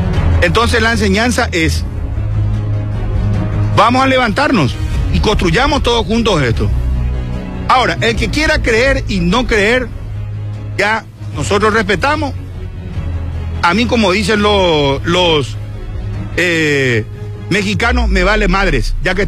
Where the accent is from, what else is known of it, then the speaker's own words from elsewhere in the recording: Paraguay; Como paraguayo, como compatriota